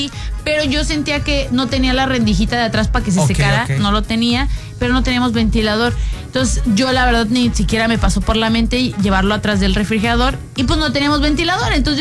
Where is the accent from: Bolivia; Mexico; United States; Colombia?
Mexico